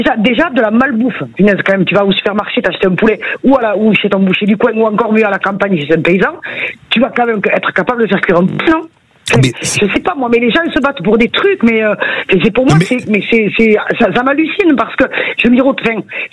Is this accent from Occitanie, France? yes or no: yes; Occitanie, France; Alors moi je viens du Gers, hein, on est encore un peu préservé, privilégié. Je me sens privilégié de vivre dans le Gers, vraiment.